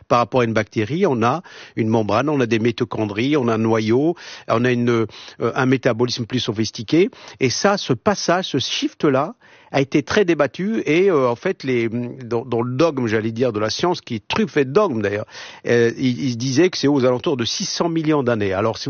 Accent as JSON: {"language": "French", "town": "Marrakesh", "region": "Marrakesh-Safi", "country": "Morocco", "tie": "born there", "also_born_or_lived": "Lille", "moved": "yes", "said": "J'ai fait mes études à Lille, bien entendu, et je suis né à Marrakech"}